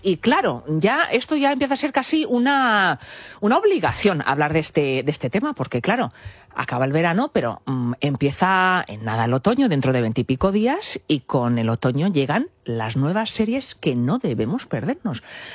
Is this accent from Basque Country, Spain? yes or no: no; Mallorca, Balearic Islands, Spain; está ambientada en mi tierra